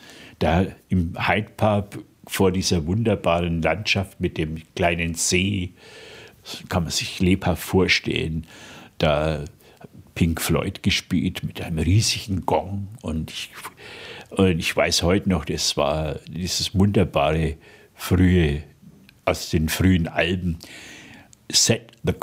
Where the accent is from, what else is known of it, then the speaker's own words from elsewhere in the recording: Bavaria, Germany; accent: Franconian; also born or lived in Nuneaton, England; er hat mein Fränkisch verstanden